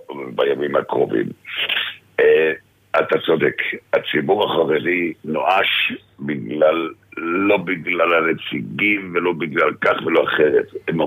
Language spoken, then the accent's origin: Hebrew; Jerusalem, Jerusalem District, Israel; born there; נולדתי בתוך מטה בחירות, בבית ישראל, בשכונה בית ישראל בירושלים, בימים עברו